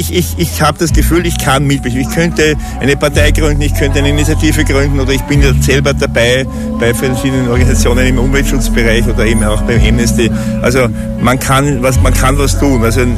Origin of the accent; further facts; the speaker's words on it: Austria; ich als Österreicher in einem der reichsten Länder der Welt mit vielen Vorteilen